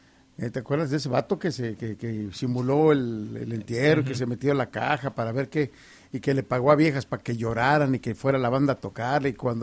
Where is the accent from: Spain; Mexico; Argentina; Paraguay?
Mexico; yo soy el clásico mexicano que deja todo para el último.